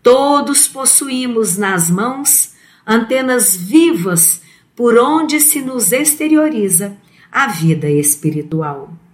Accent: Uberlândia, Minas Gerais, Brazil; sou da cidade de Uberlândia

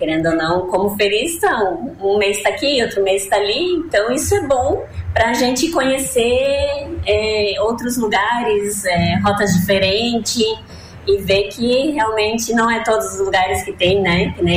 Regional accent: Chapecó, Santa Catarina, Brazil; born there; Isso, nasci em Chapecó, morei 8 anos lá e depois fui morar em outra cidade

